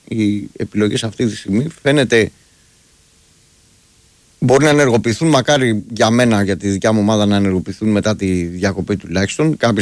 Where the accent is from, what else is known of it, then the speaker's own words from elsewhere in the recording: Greece; εμείς είμαστε Έλληνες